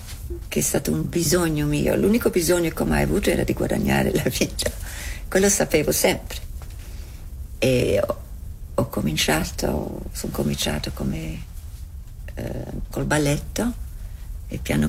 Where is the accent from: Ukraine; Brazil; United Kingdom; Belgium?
United Kingdom; England; No, sono inglese, britannica, irlandese per sé.